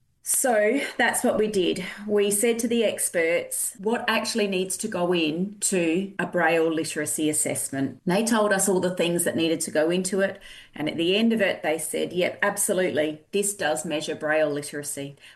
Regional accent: Adelaide, South Australia, Australia; And how exciting that it's in my hometown of Adelaide too, which is just fabulous.

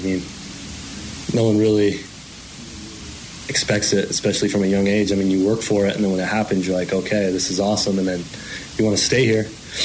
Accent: Oxford, Mississippi, United States; I'm from Oxford. I went to high school in Senatobia, Mississippi. I'm from Oxford, Mississippi.

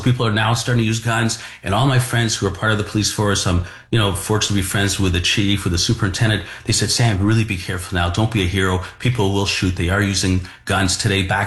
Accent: Mississauga, Ontario, Canada; I'm from Mississauga.

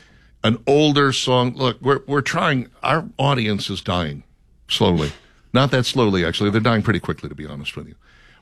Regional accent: Flowery Branch, Georgia, United States; I'm from Flowery Branch, Georgia.

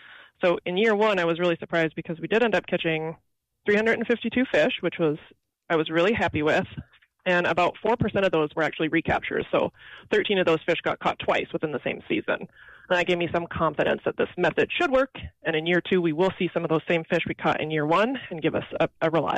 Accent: Ontario, Canada; I'm actually Canadian.

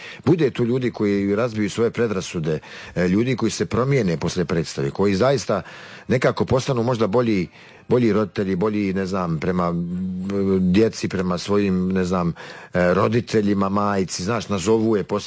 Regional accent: Bosnia & Herzegovina; Jer kod nas u Bosni kaže ne valja se smijati, oplakat ćeš.

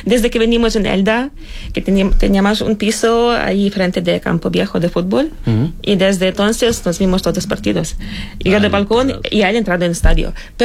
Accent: Ukraine; moved away; somos ucranianos toda la vida

